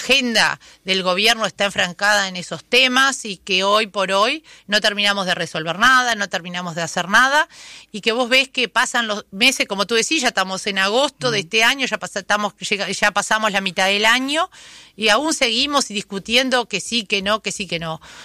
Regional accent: Uruguay; como ciudadana uruguaya estoy preocupada

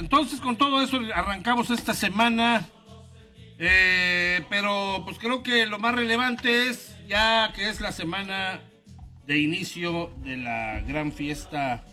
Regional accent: Mexico; Pepe Peña, como buenos mexicanos, con eso del metro, parques y baches, dejamos todo para el último minuto.

